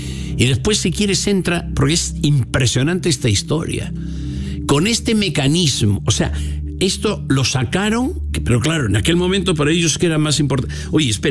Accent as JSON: {"language": "Spanish", "region": "Castile and León", "country": "Spain", "said": "el río Omaña pasa por mi pueblo. Y justo en mi pueblo desemboca con otro río que se llama Luna."}